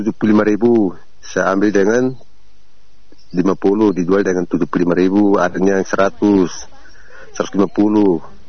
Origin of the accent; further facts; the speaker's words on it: East Nusa Tenggara, Indonesia; Tapi saya orang Insana